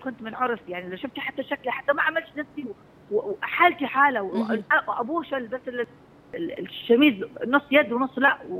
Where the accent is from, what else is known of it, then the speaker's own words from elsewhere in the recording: Aden, Yemen; إحنا عندنا في عدن